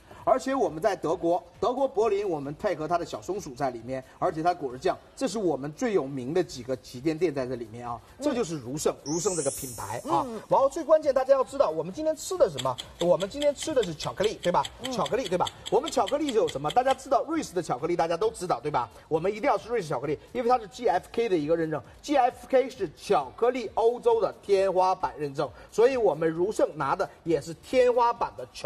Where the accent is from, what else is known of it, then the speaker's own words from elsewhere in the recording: Northeast China, China; 因为我是北方人啊。其实我北方人